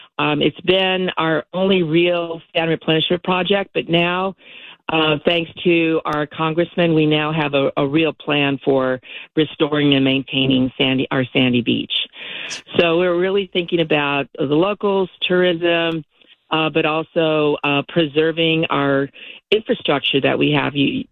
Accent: Oceanside, California, United States; I was born and raised in Oceanside, so I graduated from high school in the 1974. And there were maybe 30, 40,000 people back then.

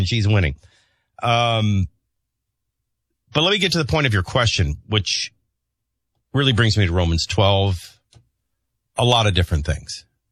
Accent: Chicago, Illinois, United States; I was from Chicago, and I froze worse in New Orleans in the winter.

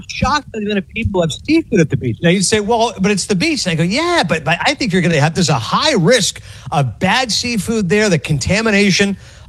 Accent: Canada; Growing up in Canada, we get snow.

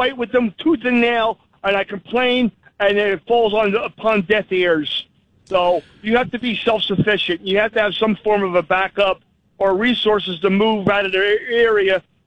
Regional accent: Pennsylvania, United States; I don't live in Riverdale. I'm from Pennsylvania, and our power went out Friday, Saturday, and sporadically on Sunday.

